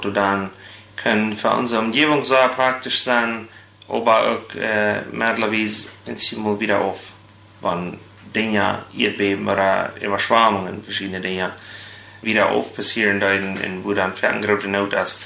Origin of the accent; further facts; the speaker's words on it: Chihuahua, Mexico; also born or lived in Rubio, Chihuahua; Ich bin in Rubio geboren, so dass du von Coctemoc 40 Kilometer nur Norden. Ja, du sind ich dann auf der Swift-Kolonie abgewachsen